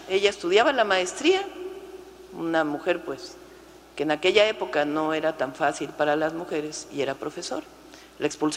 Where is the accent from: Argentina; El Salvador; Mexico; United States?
Mexico; Mexico City; born there; Nací en la Ciudad de México en el año de 1962.